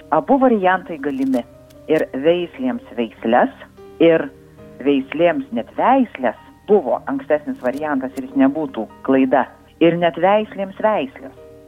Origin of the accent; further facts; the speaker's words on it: Samogitia, Lithuania; man kaip žemaitė yra labai lengva, nes pas mus ir žmonės ėda